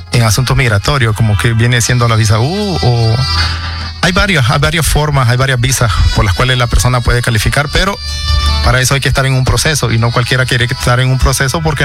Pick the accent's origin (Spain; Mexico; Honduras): Honduras; moved away as an adult; now in Washington, D.C., United States; es mi país, es donde nací